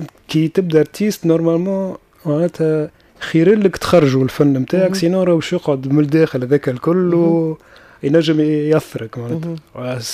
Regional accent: Tunisia; انا كبرت في تونس

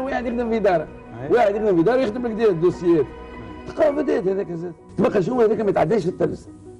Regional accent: Tunisia; انا تونسي، انا تونسي

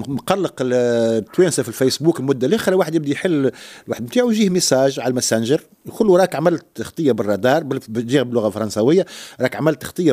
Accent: Tunisia; اللي انا تونسي موجود في تونس هنا

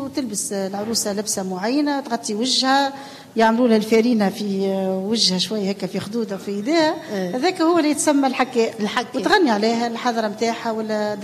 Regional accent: Moknine, Monastir Governorate, Tunisia; احنا في مكنين

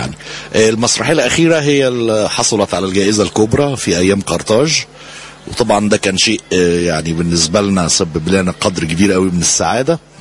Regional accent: Upper Egypt, Egypt; وأنا أصلا جنوبي، يعني أصولي جنوبية

